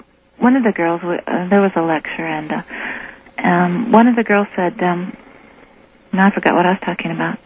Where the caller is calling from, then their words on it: Oklahoma, United States; from Oklahoma.